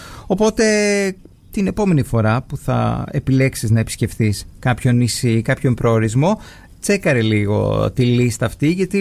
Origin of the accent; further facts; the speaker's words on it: Heraklion, Crete, Greece; Δεν είναι και ότι δεν μου αρέσει η πόλη μου